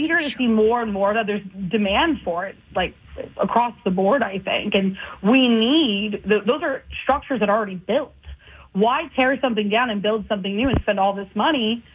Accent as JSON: {"language": "English", "region": "Texas", "country": "United States", "said": "I mentioned earlier I was from Texas"}